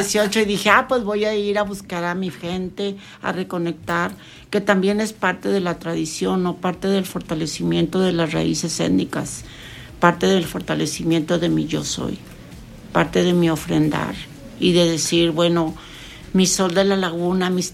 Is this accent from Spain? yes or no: no; Gómez Palacio, Durango, Mexico; born there; como lagunera, yo soy nacida de Gómez Palacio, Durango. De Santa Rosa de Lima, Gómez Palacio del Durango. Mi papá, mestizo